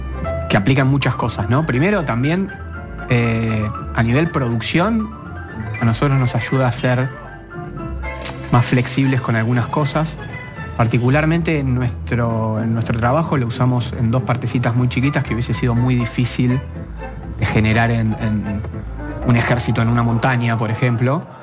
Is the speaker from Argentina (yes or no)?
yes; Argentina